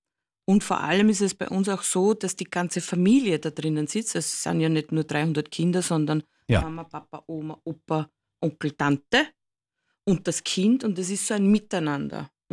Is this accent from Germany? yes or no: no; Neusiedl am See, Burgenland, Austria; Also ich komme ja aus Neusiedl am See.